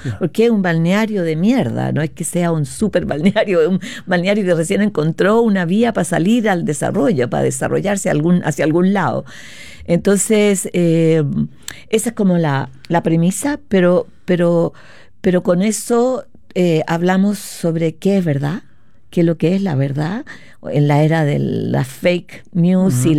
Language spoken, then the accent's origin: Spanish; Chile; qué nos sucede como chileno en relación a las cosas que queremos